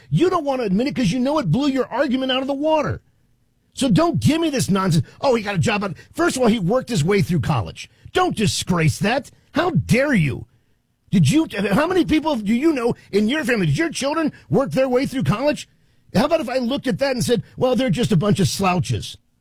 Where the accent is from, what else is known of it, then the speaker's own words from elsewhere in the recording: Washington, District of Columbia, United States; I grew up and worked in Washington, D.C. till I was 35 years old.